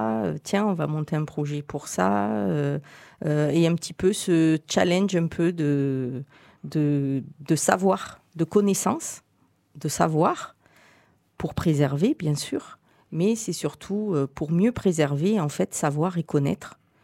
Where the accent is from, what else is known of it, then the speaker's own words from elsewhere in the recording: Marignane, Provence-Alpes-Côte d'Azur, France; je suis de Marseille, enfin de Marignane plus exactement. Donc, j'ai toujours été près de la mer.